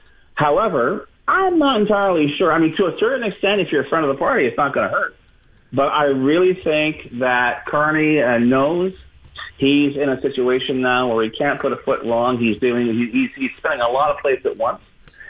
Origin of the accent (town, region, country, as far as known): Montreal, Quebec, Canada